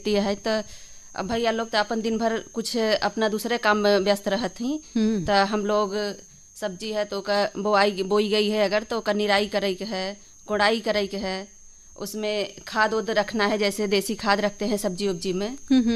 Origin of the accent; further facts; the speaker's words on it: Karchhana, Uttar Pradesh, India; जी बहनी, हम करछना से आई है।